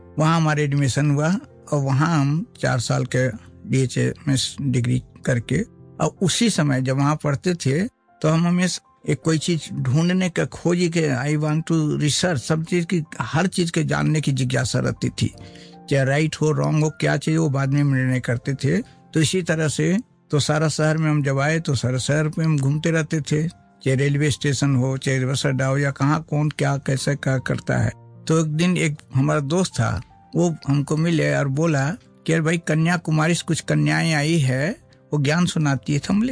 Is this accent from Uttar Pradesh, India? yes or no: no; Hazaribagh, Jharkhand, India; also born or lived in Dhanbad / Ranchi; हमारा जन्म झारखंड में हुआ, हजारीबाग। झारखंड पहले बिहार में था, लेकिन झारखंड हजारीबाग, वहाँ से वहीं हम पढ़े। हम तो राजपूत फैमिली से हैं